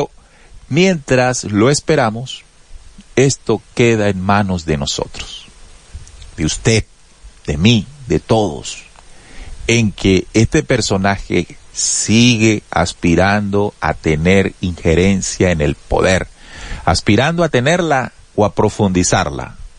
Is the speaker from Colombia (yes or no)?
yes; Colombia; Eso es lo que necesitamos como colombianos.